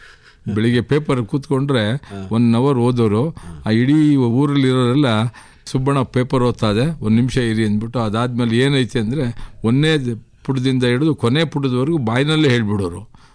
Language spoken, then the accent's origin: Kannada; Hariharapura, Karnataka, India; Sir, ನಂದು ಕೇರ್ಪೇಟೆ ಹತ್ರ ಹರಿಹರಪುರ ಅಂತ.